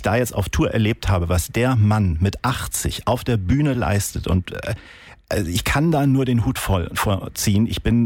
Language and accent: German; Kiel, Schleswig-Holstein, Germany; Aber Fußball ist interessant, klar, aber ich komme aus Kiel, da ist man eher handballaffin